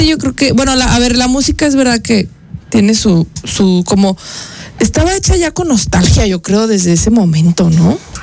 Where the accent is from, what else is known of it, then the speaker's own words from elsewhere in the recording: Zapopan, Jalisco, Mexico; moved away; donde nosotras vivíamos. O sea, no estaba en Zapopan, Jalisco.